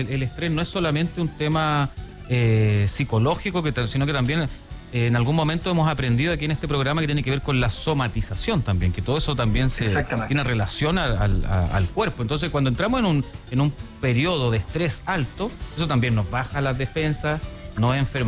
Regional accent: Chile; Los chilenos estamos cada vez más estresados

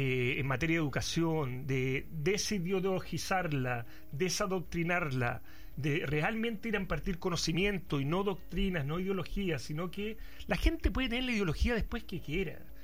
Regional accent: Chile

